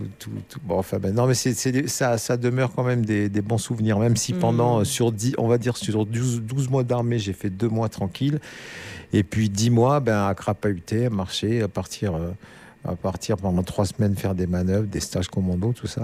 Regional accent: Nice, Provence-Alpes-Côte d'Azur, France; j'avais une petite perme, donc je suis redescendu chez moi à Nice.

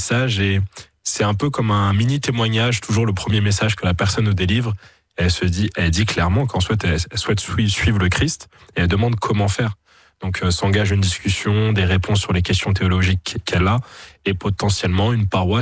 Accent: Guadeloupe, France; Moi-même, je suis métissé, je suis guadeloupéen et sicilien

